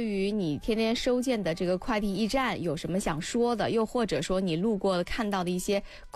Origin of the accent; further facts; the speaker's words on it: Bengbu, Anhui, China; accent: Bengbu dialect; 咱们就是蚌埠话出去之后，很多人会觉得咱们是天津话。